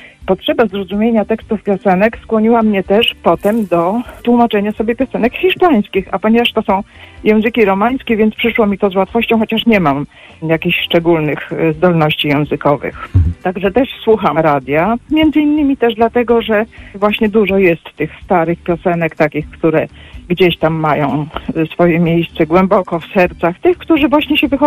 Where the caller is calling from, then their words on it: Kraków, Lesser Poland, Poland; z Krakowa. Ponieważ moja taka wczesna młodość przypadała na lata 70.